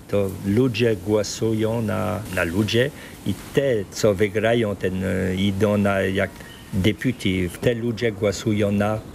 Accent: France; first language Polish; now in French Polynesia; ja drugi byłem, Francuz.

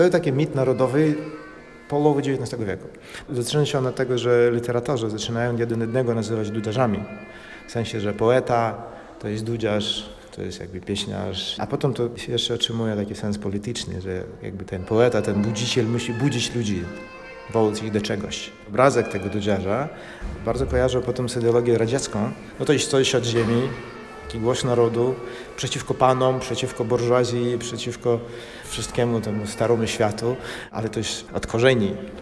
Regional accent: Belarus; now in Gdańsk, Poland; pochodzę oryginalnie z Białorusi. Obecnie mieszkam w Gdańsku, gram na dudach, uczę grać na dudach.

